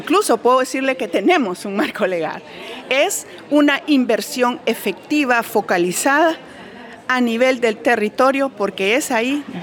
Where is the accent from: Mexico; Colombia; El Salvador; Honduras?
Honduras; como hondureños y hondureñas